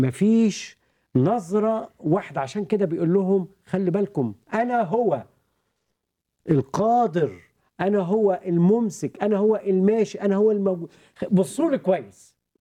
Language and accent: Arabic; Egypt; now in United States; من مصر الى امريكا، انا سبت مصر بثقافه مصر